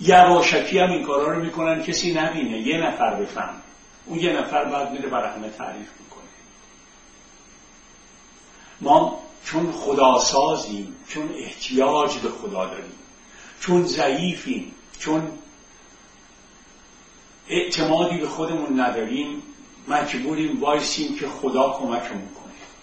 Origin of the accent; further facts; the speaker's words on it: Tehran, Tehran Province, Iran; توی یکی از پایین ترین محله های تهران به وجود اومدم، تو خاک خل بزرگ شدم.